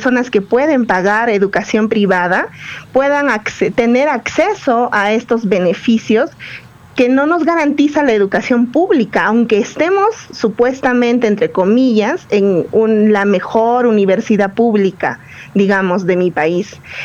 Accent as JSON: {"language": "Spanish", "country": "Peru", "tie": "born there", "also_born_or_lived": "Lima", "said": "recién cuando fui a Lima a estudiar para la universidad"}